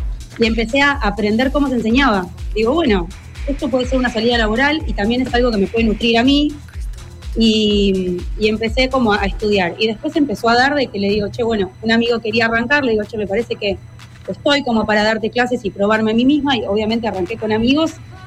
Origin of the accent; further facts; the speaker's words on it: La Plata, Buenos Aires Province, Argentina; soy platense y soy rockera también